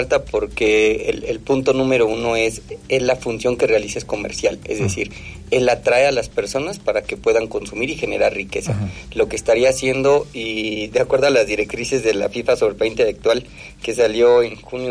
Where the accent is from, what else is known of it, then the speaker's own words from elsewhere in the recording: Mexico; Como buenos mexicanos, al cuarto para la hora lo queremos resolver